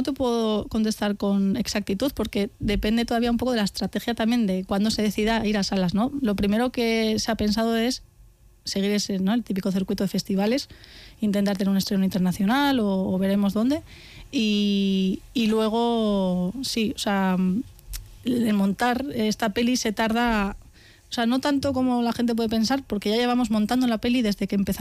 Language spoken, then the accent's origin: Spanish; Spain; yo soy de Carrión también